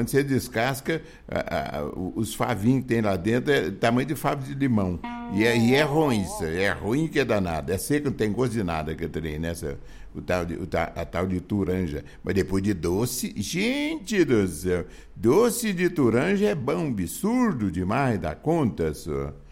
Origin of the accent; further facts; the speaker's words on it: Minas Gerais, Brazil; Lá na minha terra, em qualquer canto aqui no estado de Minas, né?